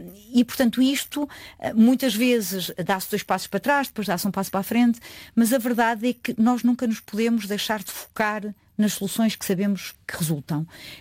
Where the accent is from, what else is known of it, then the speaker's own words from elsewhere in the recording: Portugal; Eu sinto que tenho beneficiado imenso no meu trabalho do facto de ser portuguesa.